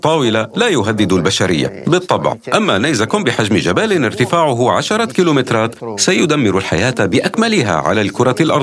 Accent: Russia; بلدنا روسيا كبير،

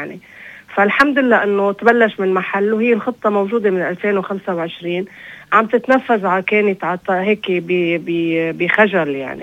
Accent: Syria; now in Lebanon; يعني فالخطة هي، أنا سوري عم برجع لأنه من وجعي عم بحكي

